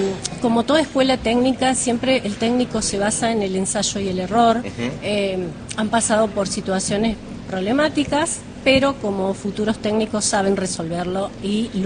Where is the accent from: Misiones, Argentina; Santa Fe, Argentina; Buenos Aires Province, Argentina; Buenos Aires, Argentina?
Santa Fe, Argentina; now in Villa Mercedes, Argentina; Bueno, yo soy técnico en industrias lácteas, vengo de Santa Fe.